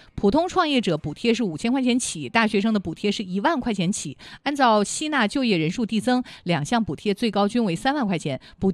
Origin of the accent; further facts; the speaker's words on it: Hubei, China; 我们湖北人